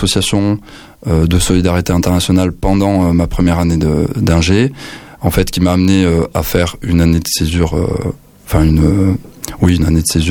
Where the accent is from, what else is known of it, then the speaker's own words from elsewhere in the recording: Toulouse, Occitanie, France; je suis toulousain. J'ai grandi à Toulouse